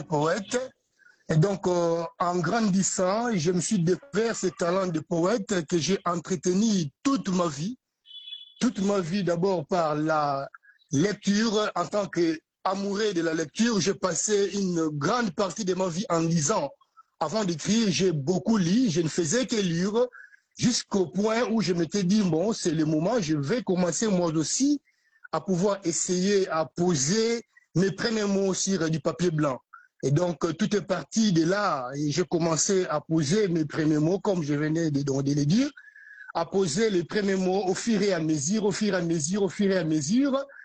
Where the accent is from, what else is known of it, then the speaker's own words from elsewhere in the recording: Boma, Kongo Central, DR Congo; moved away as an adult; now in Kinshasa, Democratic Republic of the Congo; je suis de Boma, je ne suis pas quinois, hein.